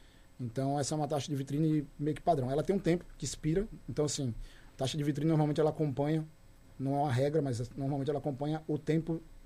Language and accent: Portuguese; Recife, Pernambuco, Brazil; Veja, eu sou de Recife. A minha história é no Santa Cruz.